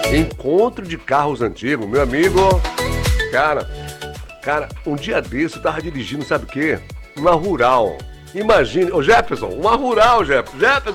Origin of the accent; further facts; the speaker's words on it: Bahia, Brazil; Eu tô falando da Bahia. Sou baiano, mas as pessoas me confundem com mineiro.